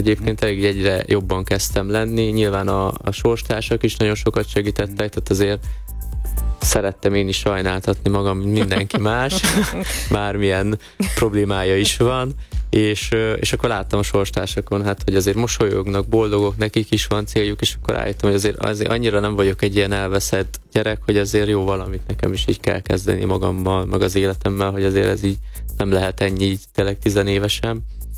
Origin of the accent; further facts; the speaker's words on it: Nagyváty, Baranya, Hungary; born there; apukám maradt otthon a bátyámmal, ugye Pécs mellett, nagyvátyon, ugye szülőfalumba